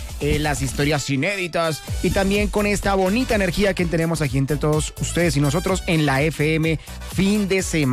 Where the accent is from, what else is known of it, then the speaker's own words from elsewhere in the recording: Colombia; Aquí estamos como buena familia colombiana, un domingo reunidos